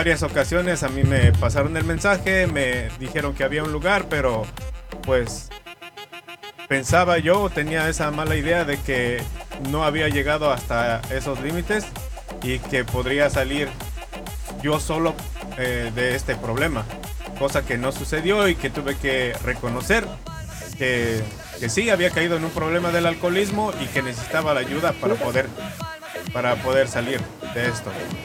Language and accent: Spanish; Toluca, State of Mexico, Mexico; Yo soy de México, de Toluca